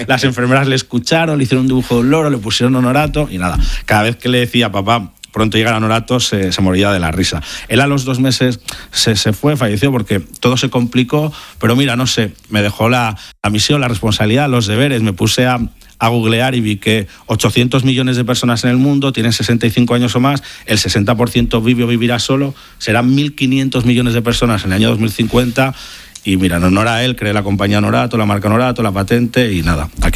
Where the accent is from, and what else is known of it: Zaragoza, Aragon, Spain; now in Siche, Spain